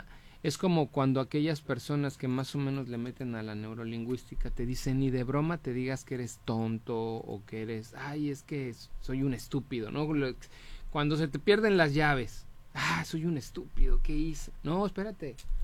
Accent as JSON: {"language": "Spanish", "country": "Mexico", "said": "Como mexicanos, como país, quiénes somos, de dónde vimos, de dónde venimos y hacia dónde vamos"}